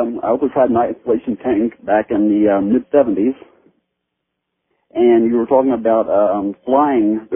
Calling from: Tucson, Arizona, United States; I'm calling from Tucson.

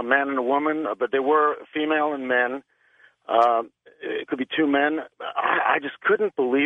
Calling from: Los Angeles, California, United States; calling from Los Angeles.

